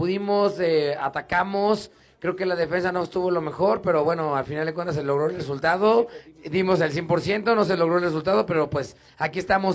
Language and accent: Spanish; Mexico; somos mexicanos y aguantamos vara.